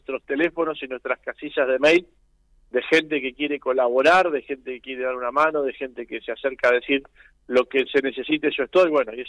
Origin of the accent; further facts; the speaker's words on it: Argentina; Mirá, yo creo que en primer lugar significa que estamos como argentinos ante una ocasión histórica, ¿no?